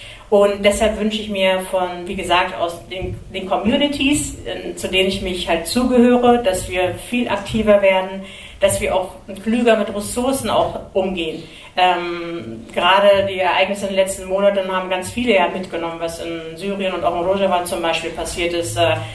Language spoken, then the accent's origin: German; Germany; Also ich persönlich bin nicht nur Isidin natürlich, ich bin auch eine Frau. Ich bin auch Deutsche, ich bin Kurdin, ich bin Isidin.